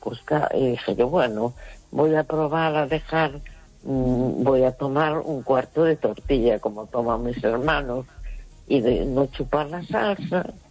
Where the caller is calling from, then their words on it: A Coruña, Galicia, Spain; de La Coruña.